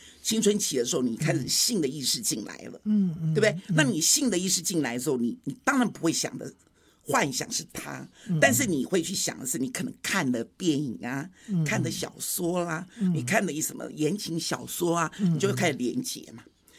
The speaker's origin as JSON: {"language": "Chinese", "region": "Shandong", "country": "China", "lives_now": "Taipei, Taiwan", "said": "我是山东妞嘛，我是山东人嘛，很海派"}